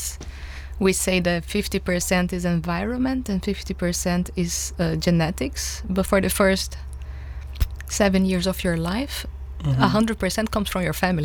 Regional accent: Brazil; English is a second language; moved away as an adult; now in Belgium; I grew up in Brazil and I moved here for my master's degree.

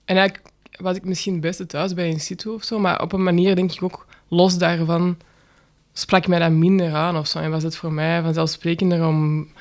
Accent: Antwerp, Flanders, Belgium; Ja, als Antwerpenaar.

